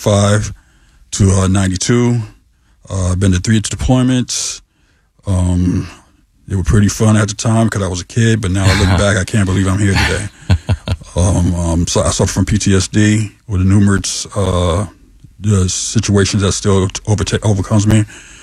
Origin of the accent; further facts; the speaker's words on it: New York City, New York, United States; moved away; at the camp. I'm from Bronx, New York.